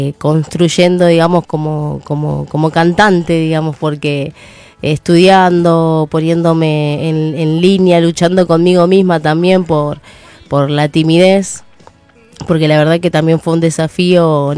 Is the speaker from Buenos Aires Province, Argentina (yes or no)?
yes; Garín, Buenos Aires Province, Argentina; now in Don Torcuato, Argentina; yo soy de Garín. Ahora estoy viviendo en Don Torcuato